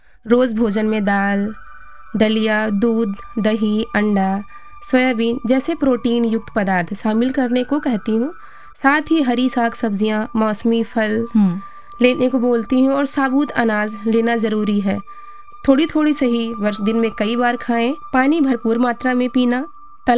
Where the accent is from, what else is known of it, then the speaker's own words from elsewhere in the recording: Gonda, Uttar Pradesh, India; मैं गोंडा नगर से हूँ